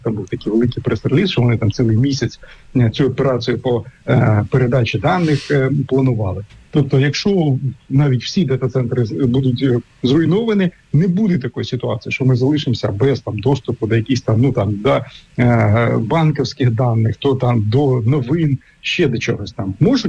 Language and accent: Ukrainian; Sumy Oblast, Ukraine; мою рідну Сумську область